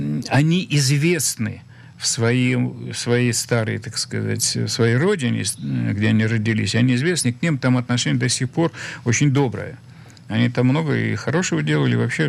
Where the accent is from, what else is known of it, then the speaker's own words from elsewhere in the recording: Israel; я не просто еврей, а еще и, значит, вот, защищаю свою страну, да, Израиль.